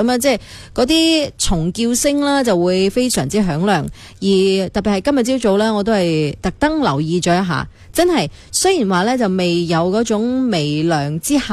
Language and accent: Cantonese; China; 亦都係我哋中国人顺应天时嘅养生哲学啊。